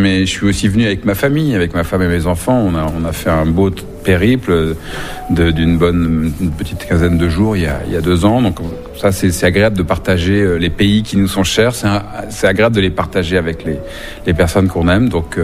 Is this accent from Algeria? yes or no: no; France; now in Romania; quand on vient de la France où la violence sociale est quand même très présente, qu'on le veuille ou non, même si c'est quand même un très grand pays, quand on arrive en Roumanie